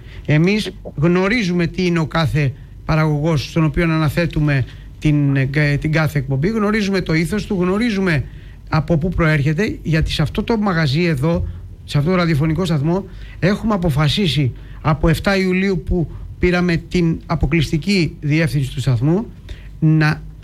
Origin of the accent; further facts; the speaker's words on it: Ikaria, North Aegean, Greece; Εγώ είμαι από την Ικαρία και όταν το καράβι έφτανε στη Σύρο πολλές φορές λόγω κακοκαιρίας, μέναμε για σχεδόν μια ημέρα στη Σύρο